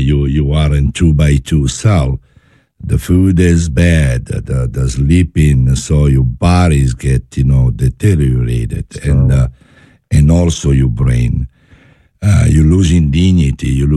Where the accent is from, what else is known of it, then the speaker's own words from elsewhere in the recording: Naples, Campania, Italy; English is a second language; moved away as an adult; also born or lived in Milan; now in United States; born in Naples and raised in Napoli. In Milano.